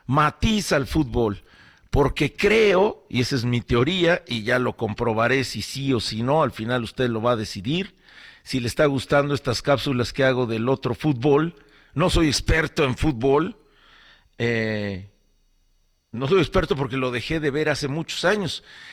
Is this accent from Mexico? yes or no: yes; Mexico; lo que me ha encantado ver estos días en mi país